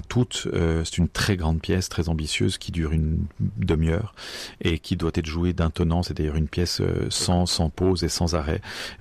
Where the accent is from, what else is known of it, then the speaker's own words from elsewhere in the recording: Geneva, Switzerland; avec qui j'ai grandi à Genève